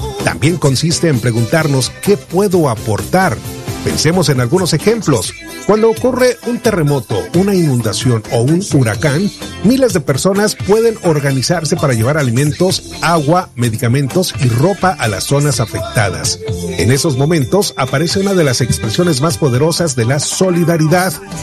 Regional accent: Mexico; nosotros mexicanos

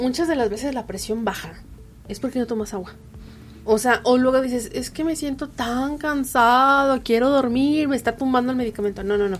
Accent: Mexico; somos mexicanos

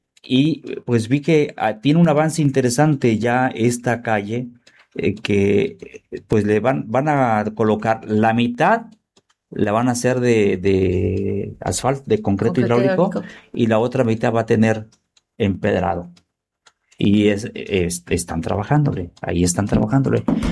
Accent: Zamora, Michoacán, Mexico; Porque la señal de televisión era en mi pueblo, en el rancho allá, orgullosamente de Zamora Ventura.

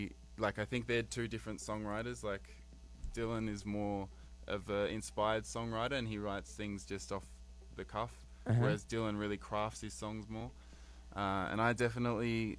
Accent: Melbourne, Victoria, Australia; I'm from Melbourne, Australia.

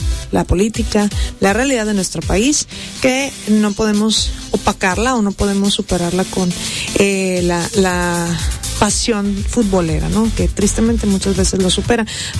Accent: Mexico; somos nosotros los mexicanos

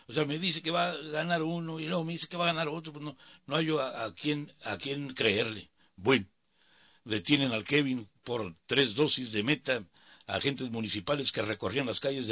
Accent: Mexicali, Baja California, Mexico; De la Cuauhtémoc Norte. Somos de la Cuauhtémoc. La mejor colonia que hay en Mexicali y en el mundo entero es la Cuauhtémoc. Sin lugar a dudas. Y yo viví en las 12, en la norte

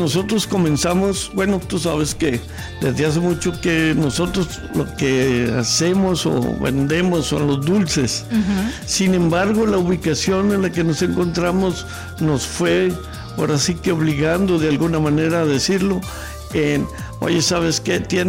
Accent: Parras, Coahuila, Mexico; now in Monterrey, Mexico; Bueno, soy de Parras, pero pues ya tengo aquí 42 años.

